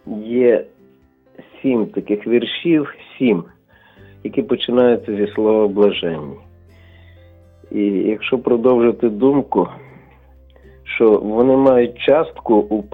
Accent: Lviv, Lviv Oblast, Ukraine; я зі Львова.

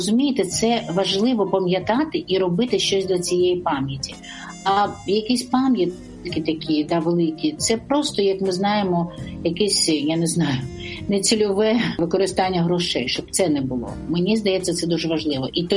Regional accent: Odesa, Odesa Oblast, Ukraine; born there; я народилась в Одесі.

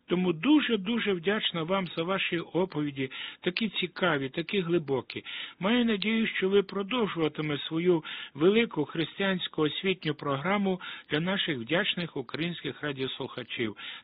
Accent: Donetsk Oblast, Ukraine; Мабуть, знаєте, що я з Донеччини.

